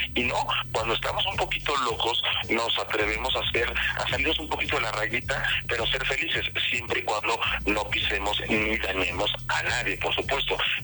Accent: Mexico; Pues fíjate que me baso mucho en cómo somos como mexicanos.

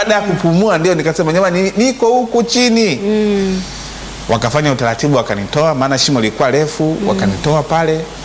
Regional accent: Malampaka, Shinyanga, Tanzania; moved away as an adult; now in Dar es Salaam, Tanzania; nikitokea kijijini kwetu Malampaka, Maswa, Shinyanga, ambako ndiko niliko kulia

